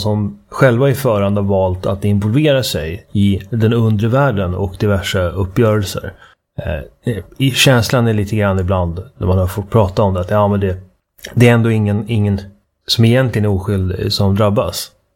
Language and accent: Swedish; Uppsala, Uppsala County, Sweden; Jag själv, när jag var ung, växte upp i Eriksberg som är grannstadsdelen till Flogsta.